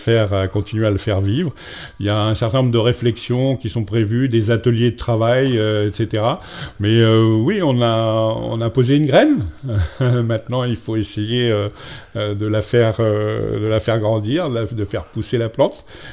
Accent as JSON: {"language": "French", "country": "New Caledonia", "said": "quand on est calédonien de cœur, quand on a cette relation, je veux dire, viscérale avec son pays"}